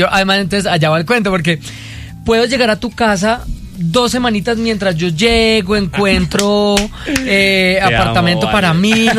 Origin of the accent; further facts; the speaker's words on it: Bucaramanga, Santander, Colombia; accent: Santander; Yo soy de Bucaramanga, mano.